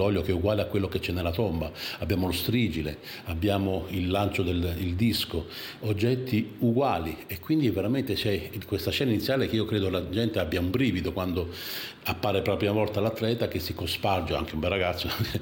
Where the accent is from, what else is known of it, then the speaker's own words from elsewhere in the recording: Taranto, Apulia, Italy; per me che sono di Taranto, poi per me purtroppo ho questa malattia che amo profondamente la mia città